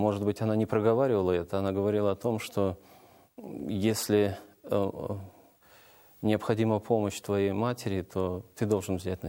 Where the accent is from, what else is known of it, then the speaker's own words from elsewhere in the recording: Oryol, Oryol Oblast, Russia; born there; И так получилось, что все-таки Орел стал их пристанищем. Там я и родился.